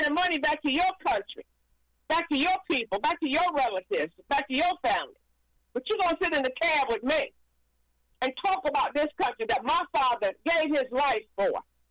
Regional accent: United States; I'm an American. I was born here, raised here.

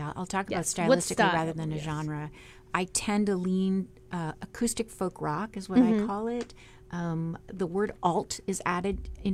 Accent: Canada; I grew up in Canada, called Never Cry Wolf, and a beautiful movie was made.

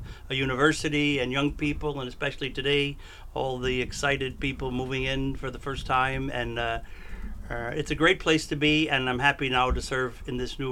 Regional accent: Chicago, Illinois, United States; also born or lived in Tulsa; now in Villanova, United States; I'm from Chicago originally

